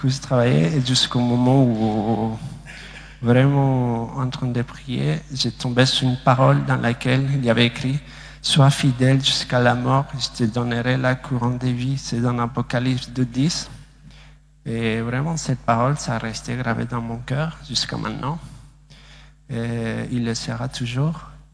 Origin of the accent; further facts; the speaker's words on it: Bolivia; j'ai 25 ans et je suis bolivien. Je viens de la Bolivie, en fait, se trouve en Amérique du Sud.